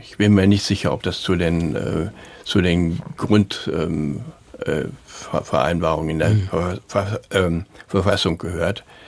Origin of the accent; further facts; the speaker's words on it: Germany; moved away; ich komme ja aus Deutschland